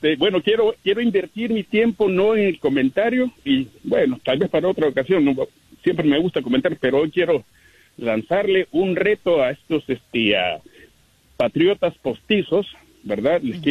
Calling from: Houston, Texas, United States; Good morning. De Houston, una adelante. Vez más, saluditos a todos.

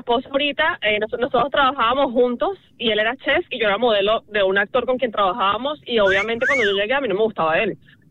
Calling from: Venezuela

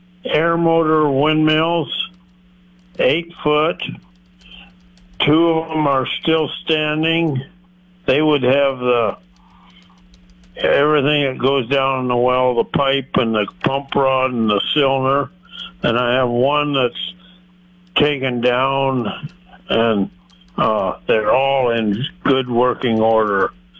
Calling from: Page, Nebraska, United States; from Page, Nebraska.

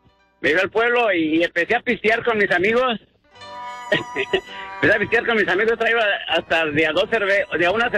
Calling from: Guanajuato, Mexico; Yo vivo en Guanajuato, pero...

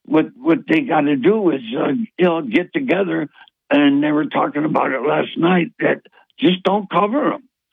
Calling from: Binghamton, New York, United States; from Binghamton.

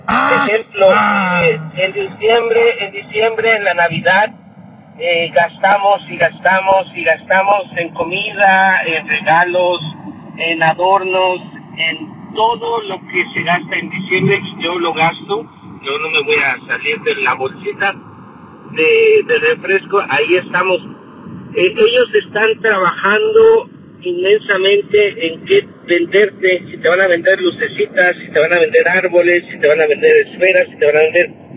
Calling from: United States; acá en Estados Unidos

